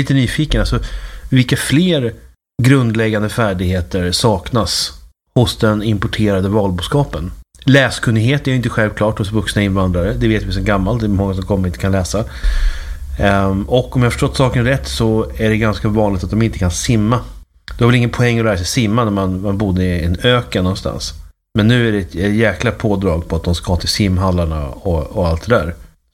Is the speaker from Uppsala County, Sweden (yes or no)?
yes; Uppsala, Uppsala County, Sweden; jag kommer från Uppsala